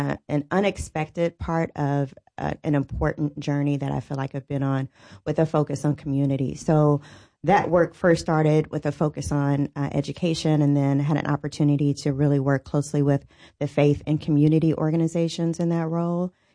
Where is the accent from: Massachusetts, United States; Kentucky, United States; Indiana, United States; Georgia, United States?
Indiana, United States; Indianapolis; I was born and raised here in Indianapolis and been here my whole life, literally my whole life. Went to college here, got my bachelor's here, my master's here. So never moved away. So I claim Indianapolis through and through